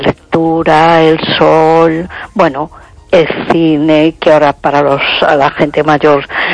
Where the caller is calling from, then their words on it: A Coruña, Galicia, Spain; de Coruña.